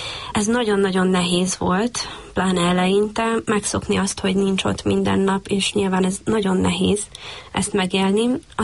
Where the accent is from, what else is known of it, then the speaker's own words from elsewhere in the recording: Zakarpattia Oblast, Ukraine; moved away as an adult; now in Hungary; Mivel Kárpátaljáról származom